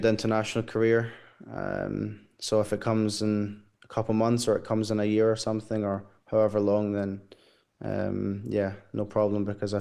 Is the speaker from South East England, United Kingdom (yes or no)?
no; Glasgow, Scotland, United Kingdom; I'm born and raised in Glasgow and I certainly feel that I'd want to play for Scotland.